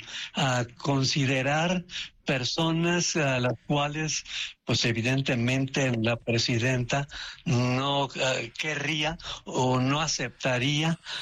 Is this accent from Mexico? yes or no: yes; Mexico